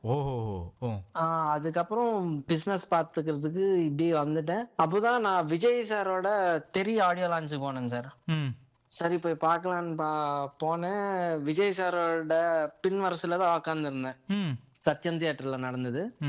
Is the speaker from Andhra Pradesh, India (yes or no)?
yes; Tirupati, Andhra Pradesh, India; திருப்பதியில போய் அங்க செட்டில் ஆயிட்டாங்க. ஸோ நான் அப்பால இருந்து நான் அப்பா பிறந்து வளர்ந்தது நான் பிறந்து வளர்ந்தது எல்லாமே திருப்பதி. ஆனா பூர்வீகான்னு பாத்தீங்கன்னா மகாபலிபுரம் தான் சார்.